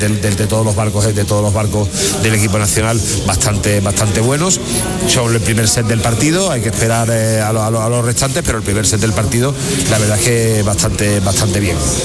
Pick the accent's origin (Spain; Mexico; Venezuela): Spain; Seville, Andalusia; sevillano. Y ver mi ciudad, ver que el epicentro del remo internacional está en mi ciudad, en la ciudad donde yo nací y donde vivo, pues la verdad que es un orgullo tremendo.